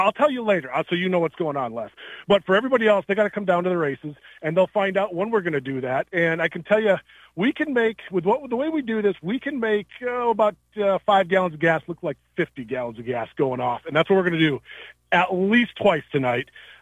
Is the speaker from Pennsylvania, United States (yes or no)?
no; Winneshiek County, Iowa, United States; now in New Hampton, United States; Well, I was raised here in Wenatchee County for sure. Yeah, more or less. I live down in New Hampton now.